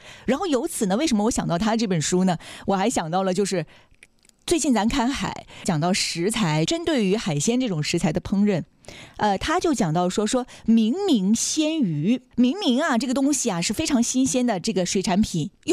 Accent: an island, Liaoning, China; now in Dalian, China; 如果你到海岛哈，到我老家

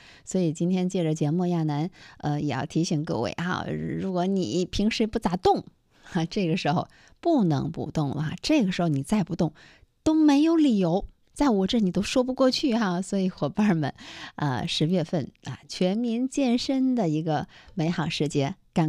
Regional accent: Dalian, Liaoning, China; 那是我们大连人吃飞蟹的最好的时间。

